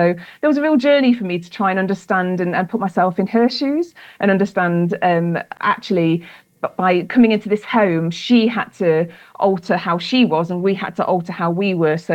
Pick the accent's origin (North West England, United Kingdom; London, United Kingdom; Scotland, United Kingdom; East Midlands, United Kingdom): East Midlands, United Kingdom; My parents are from the Valleys, yes, yeah. But I'm from Nottinghamshire, I'm afraid. I'm from the Midlands